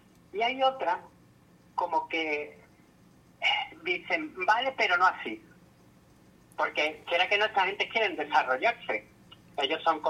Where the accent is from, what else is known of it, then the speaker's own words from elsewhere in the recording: Spain; que yo lo comento porque, claro, como yo vengo de España, que están subiendo mucho los alquileres en ciertas zonas.